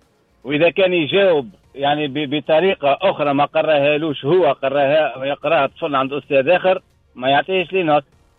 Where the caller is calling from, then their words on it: Sfax, Sfax Governorate, Tunisia; أنا نحكي معك من صفاقس